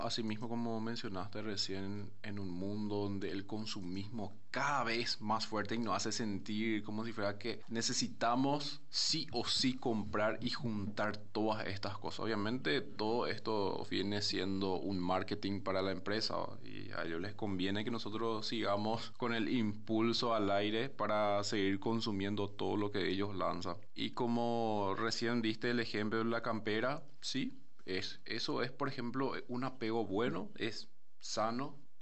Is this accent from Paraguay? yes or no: yes; Paraguay; como los paraguayos hacemos